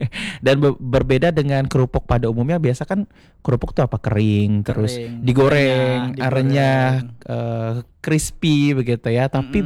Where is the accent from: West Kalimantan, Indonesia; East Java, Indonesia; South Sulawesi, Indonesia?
West Kalimantan, Indonesia; Pontianak; kita juga kadang yang dari Pontianak